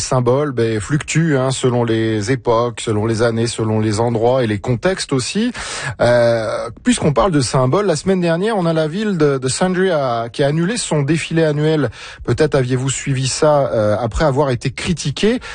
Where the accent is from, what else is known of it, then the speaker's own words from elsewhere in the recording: France; moved away; moi, en tant que Français